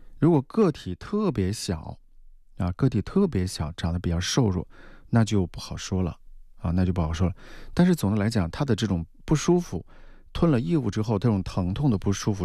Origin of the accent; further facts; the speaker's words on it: Hubei, China; 咱们湖北人特别喜欢吃鱼啊